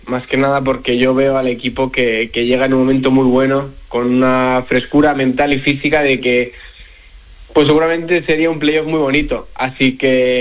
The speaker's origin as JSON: {"language": "Spanish", "town": "Bilbao", "region": "Basque Country", "country": "Spain", "said": "soy de Bilbao"}